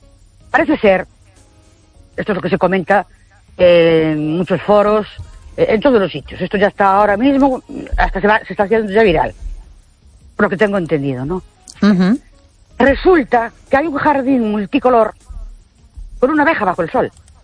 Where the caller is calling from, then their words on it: Ourense, Galicia, Spain; de Ourense.